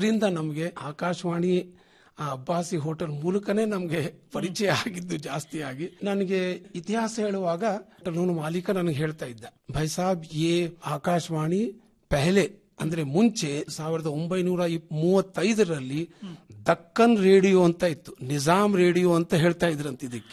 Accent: Gulbarga, Karnataka, India; also born or lived in Hyderabad; ನಾನು ಹುಟ್ಟಿದ್ದು ಹೈದರಾಬಾದ್ ಅಲ್ಲಿ ಆದ್ರೂ ಮೊದಲನೇ ಒಂದು 5-6 ವರ್ಷ ನಾನು ಗುಲ್ಬರ್ಗ ಅಲ್ಲಿ ಇದ್ದೆ.

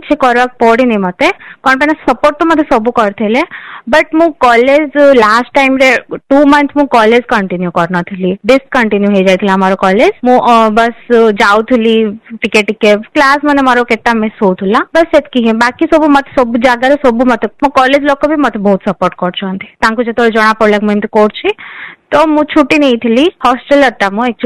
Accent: Kotpad, Odisha, India; but mainly ମୋର focus ଅଛି ମୁଁ ମୋ ଗାଁକୁ କେମିତି ଆଗରେ ନେବି

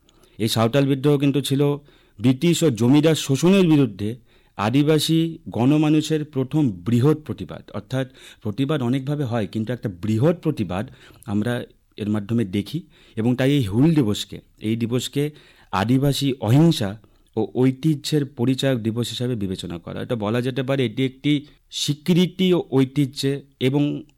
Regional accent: West Bengal, India; born there; আমি নিজে উত্তরবঙ্গে জন্মেছি। আমাদের উত্তরবঙ্গে প্রচুর জাতি রয়েছে, জনজাতি রয়েছে

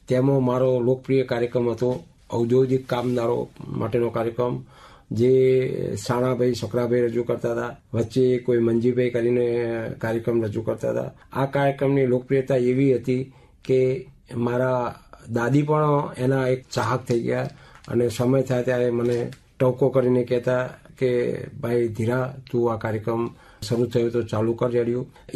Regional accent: Patan district, Gujarat, India; મારું ગામ ડેર, તાલુકો જિલ્લો પાટણ.

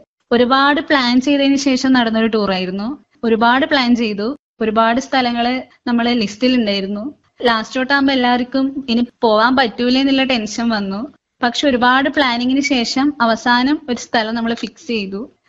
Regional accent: Payyanur, Kerala, India; എന്റെ നാട് കണ്ണൂരിലെ പയ്യന്നൂരാണ്.

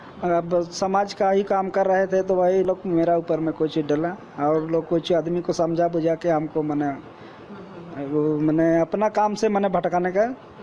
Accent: Jharkhand, India; ग्राम नचलदाग, थाना नामकुम है।

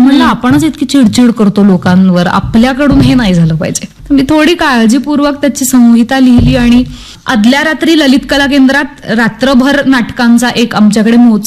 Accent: Maharashtra, India; moved away as an adult; एका पन्हाळ्याच्या पायथ्याच्या राहणाऱ्या आईबाबांसाठी

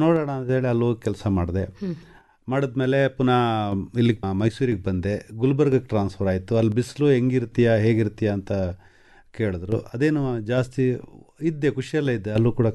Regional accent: Kodagu, Karnataka, India; moved away; ಯಾಕಂದ್ರೆ ನಾವು ಕೊಡಗಲ್ಲಿ ಇದ್ದಿತ್ತು

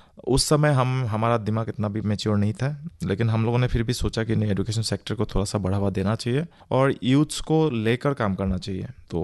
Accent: Umrangso, Assam, India; मैं तो उमरांगसू से हूँ, डिमासा का एक बहुत इंडस्ट्रियल टाउन कहा जाता है, टूरिज्म हब कहा जाता है। मेरा जन्म वहाँ पे हुआ उमरांगसू में ही

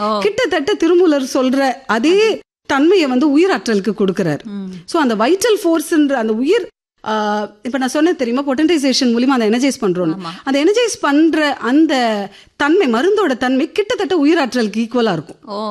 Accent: India; first language Telugu; என் தாய்மொழி வந்து தெலுங்குங்க.

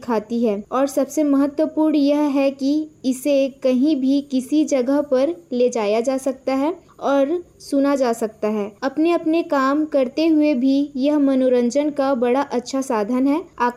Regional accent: Raigarh, Chhattisgarh, India; word Dadar Raigarh की निवासी हूँ और रेडियो बचपन से सुनती आ रही हूँ

